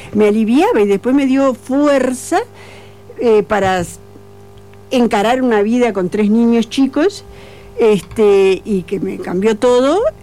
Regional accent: Montevideo, Uruguay; Yo soy de Montevideo.

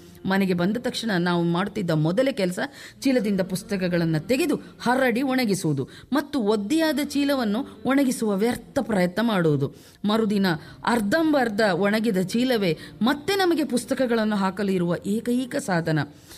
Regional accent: Karnataka, India; born there; ನಮ್ಮ ದಕ್ಷಿಣ ಕನ್ನಡದಲ್ಲಿ ತುಳುವಿನಲ್ಲೊಂದು ಮಾತಿದೆ

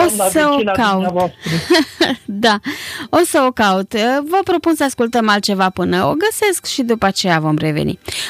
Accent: Chețiu, Bistrița-Năsăud, Romania; born there; moved away; De lângă Beclean, din satul Chețiu se numește satul meu.

